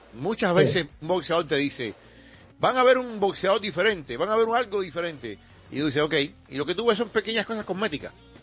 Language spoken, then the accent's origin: Spanish; Cuba; no lo digo porque sea de mi tierra